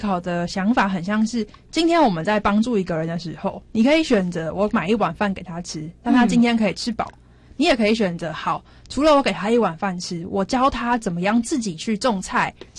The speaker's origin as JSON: {"language": "Chinese", "country": "Taiwan", "tie": "born or raised there", "said": "其实我是一个土生土长的超级台湾人。"}